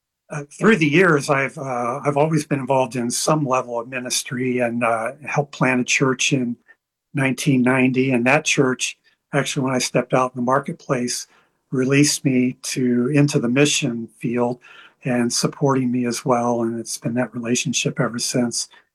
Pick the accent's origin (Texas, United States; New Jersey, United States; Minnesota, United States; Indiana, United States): Indiana, United States; grew up in the Midwest. I had a Primitive Baptist father and a Lutheran mother. And so I was raised in the Lutheran church because mom won out.